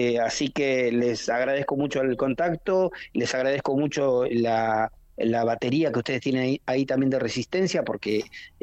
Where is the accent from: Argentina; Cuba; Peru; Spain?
Argentina; Santa Cruz; now in Buenos Aires, Argentina; soy de Gobernador Gregores